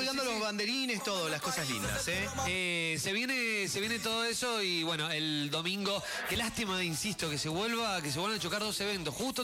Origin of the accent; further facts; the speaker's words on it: General Alvear, Argentina; quienes somos de Alvear